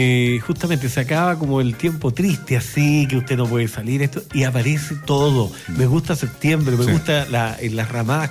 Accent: Peumo, O'Higgins, Chile; en mi pueblo, en Peumo, tengo que nombrarlo, en la sexta región

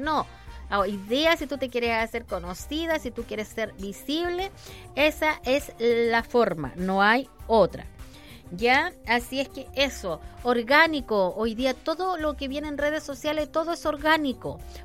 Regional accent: Argentina; coach, soy de Argentina, mira, me encanta, ¿cómo están?

